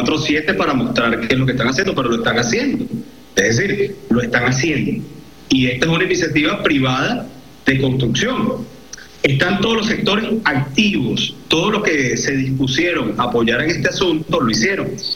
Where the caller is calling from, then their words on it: Maturín, Monagas, Venezuela; Pero yo les estoy hablando, estoy conectado del estado Monagas, yo vengo llegando de Caracas.